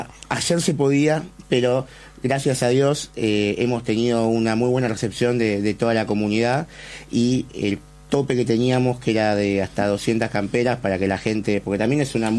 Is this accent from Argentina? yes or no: yes; Argentina; nosotros como juventud y como argentinos en general